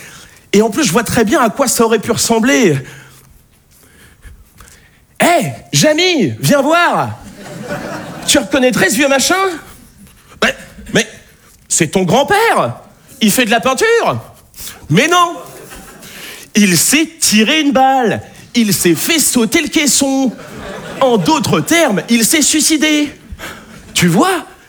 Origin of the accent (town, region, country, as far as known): Nouvelle-Aquitaine, France